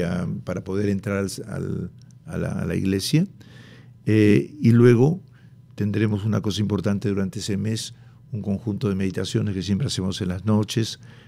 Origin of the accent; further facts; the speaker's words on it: Peru; nosotros, como peruanos, creyentes